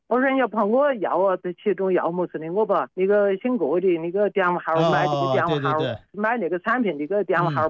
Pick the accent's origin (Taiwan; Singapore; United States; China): China; Dawu, Hubei; now in Xiaogan, China; 我的老家是大悟。